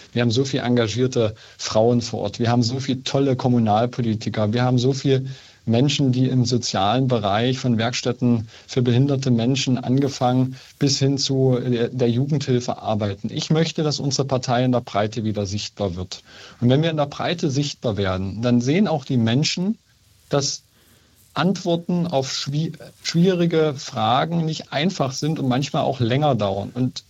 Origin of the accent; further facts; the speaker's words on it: Saxony-Anhalt, Germany; dass unsere Heimat, dass meine Heimat Sachsen-Anhalt wieder auf den richtigen Weg kommt.